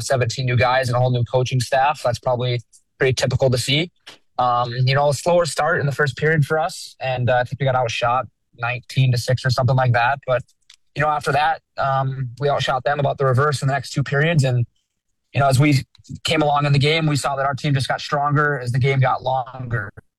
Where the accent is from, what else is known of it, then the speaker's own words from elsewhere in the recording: Minnetonka, Minnesota, United States; Yeah, you know, growing up in Minnetonka was great. No bad things to say there, only great things to say.